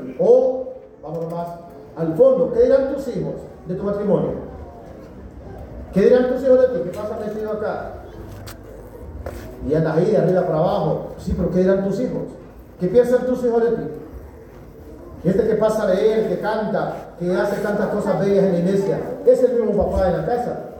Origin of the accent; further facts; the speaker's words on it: Ajuterique, Comayagua, Honduras; moved away; yo soy de Ajuterique.